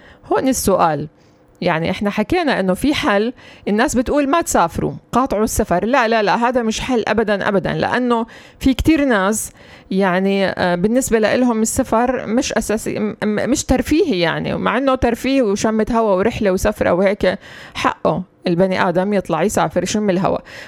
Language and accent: Arabic; Palestine; إحنا كفلسطينيين